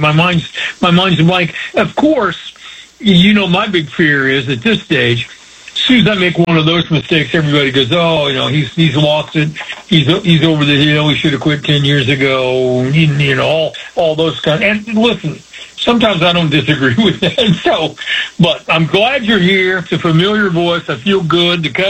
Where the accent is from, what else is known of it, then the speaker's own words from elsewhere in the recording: Plainfield, Indiana, United States; when I was a kid, growing up in Plainfield